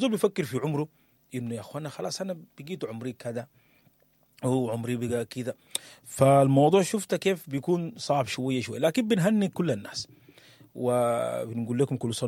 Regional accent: Sudan; بلدنا السودان

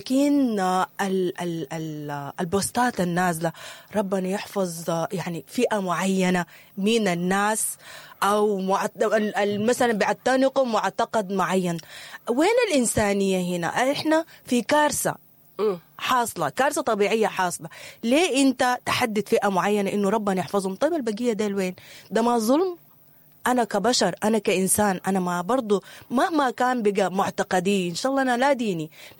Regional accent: Sudan; احنا كسودانيين

